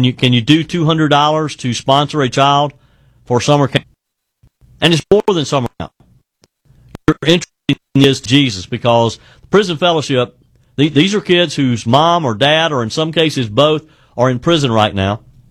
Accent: South Carolina, United States; I got to believe that this is probably, the timing of this is going to affect what's happening in my home state of South Carolina today.

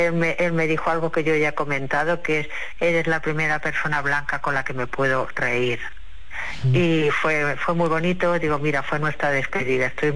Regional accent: Badalona, Catalonia, Spain

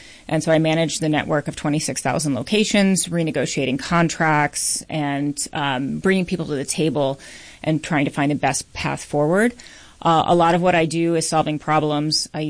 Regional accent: Philadelphia, Pennsylvania, United States; now in Minnesota, United States; I'm not from Minnesota originally. I'm from the Philadelphia area.

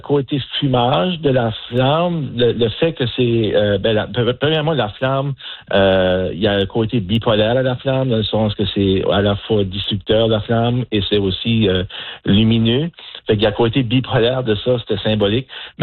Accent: Acadia, Canada; je suis acadien, je suis père de famille

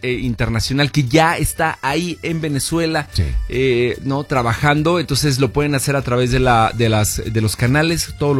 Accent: Mexico City, Mexico; yo soy de la Ciudad de México y estoy la mayor cantidad de tiempo aquí, pero pues me toca también viajar muchísimo a México.

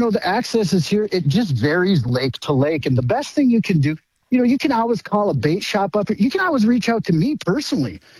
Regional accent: Nevis, Minnesota, United States; I grew up on Lake Beltane in Nevis

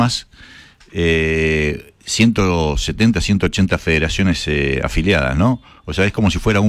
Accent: Argentina; Los hinchas siempre somos los argentinos

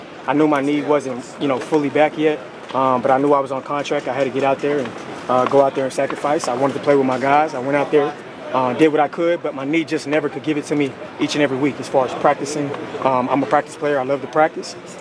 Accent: Dallas, Texas, United States; I'm from Dallas, born and raised

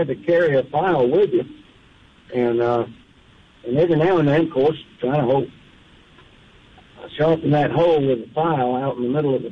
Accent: Mississippi, United States; Okay, I grew up on the Mississippi State campus. And back in the 50s, when I was a youngster, I worked for the experiment station down in the cornfields and cotton.

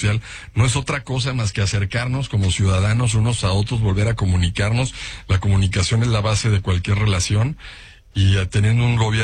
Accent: Mexico; como ciudadano, como mexicano

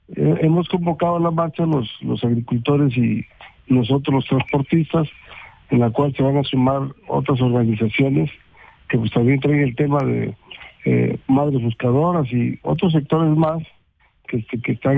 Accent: Mexico

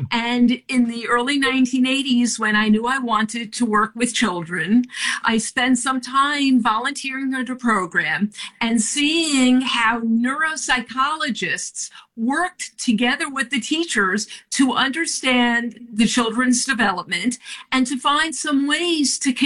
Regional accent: New York, United States; I grew up in New York.

